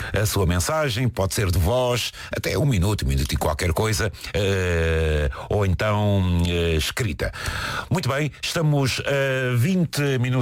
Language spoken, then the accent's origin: Portuguese; Porto, Norte, Portugal; Eu também sou da Sé do Porto, mas o André era de Mira.